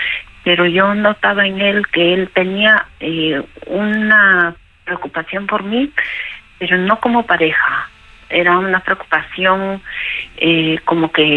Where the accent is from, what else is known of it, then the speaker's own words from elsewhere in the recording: Peru; moved away; Bueno, mire, yo soy peruana, llevo varios años aquí